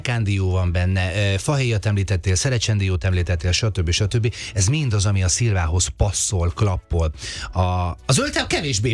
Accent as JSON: {"language": "Hungarian", "town": "Debrecen", "region": "Hajdú-Bihar", "country": "Hungary", "tie": "born or raised there", "moved": "yes", "said": "Én Debrecenből jövök"}